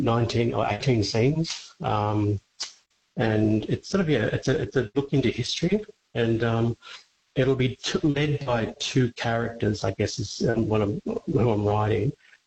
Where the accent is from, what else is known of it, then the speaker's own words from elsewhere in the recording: Cummeragunja, New South Wales, Australia; I'm a Yorta Yorta man from Cumbergunja. Some people know where that is. It's south central New South Wales on the border near Echuca, Moaba.